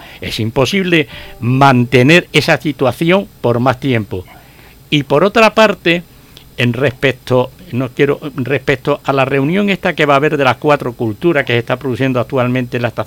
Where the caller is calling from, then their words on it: Ceuta, Spain; yo sentí vergüenza ajena como caballa y como español.